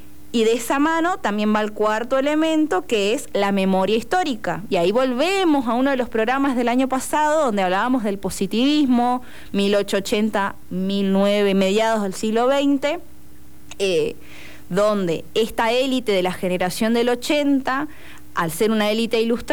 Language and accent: Spanish; Argentina; bueno, sí, mi documento dice que soy argentino, pero a mí mucho que, no sé, no me pasa, pero pienso en la lengua, ¿no? Vamos acá mismo en Misión